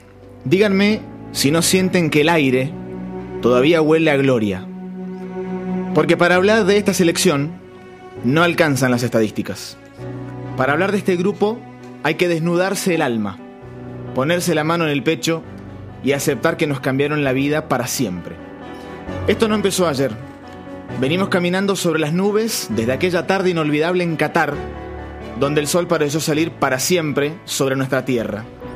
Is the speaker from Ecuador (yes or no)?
no; Argentina; el orgullo de decir: soy argentino